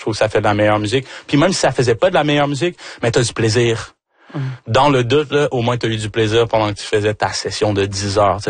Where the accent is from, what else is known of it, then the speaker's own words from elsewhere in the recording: Rouyn-Noranda, Quebec, Canada; moi, je suis Québécois de chez Québécois, là, tu sais, je suis né ici, justement, à Rouyn-Noranda.